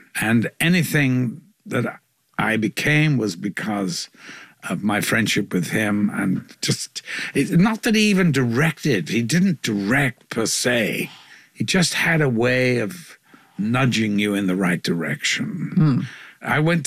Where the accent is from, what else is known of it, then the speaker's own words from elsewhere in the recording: Liverpool, North West England, United Kingdom; But I did, because I'm from Liverpool.